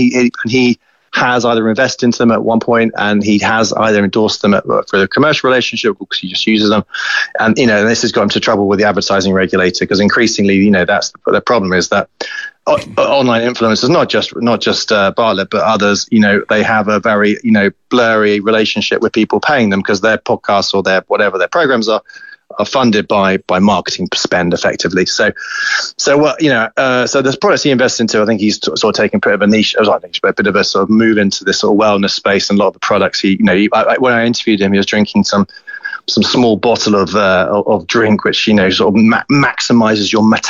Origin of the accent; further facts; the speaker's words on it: United Kingdom; I'm British